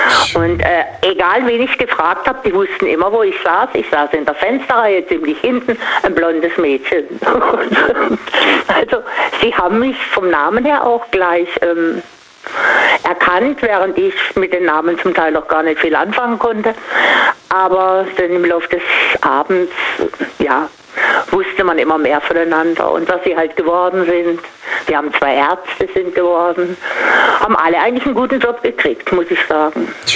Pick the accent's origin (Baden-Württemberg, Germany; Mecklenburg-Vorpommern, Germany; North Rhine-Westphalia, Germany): Baden-Württemberg, Germany; Singen; ich komme ja aus Singen und machen das schon eine ganze Weile in Klassentreffen.